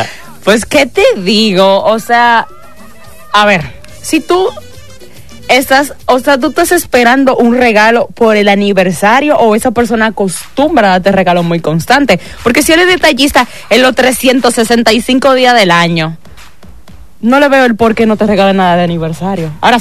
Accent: Dominican Republic; accent: Dominican; se va a dar cuenta que soy dominicana por mi acento.

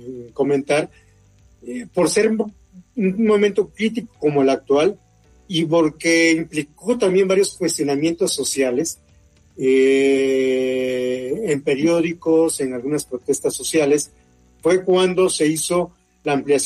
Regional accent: Manzanillo, Colima, Mexico; moved away as an adult; Yo salí de Manzanillo por un tema profesional, afortunadamente, ¿no? Pero Si yo tuviera la oportunidad de estar en Manzanillo, créeme que yo estaría ahí disfrutando del calor

